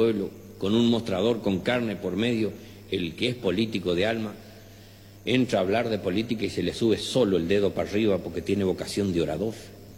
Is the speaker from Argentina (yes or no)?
yes; Chaco, Argentina; Yo no sé si alguna vez les dije que soy del Chaco.